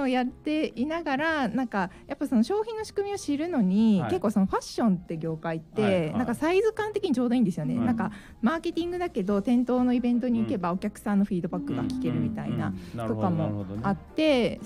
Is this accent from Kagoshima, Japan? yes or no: no; Hiroshima, Japan; 私すごく、まあ、広島出身なんですけれども、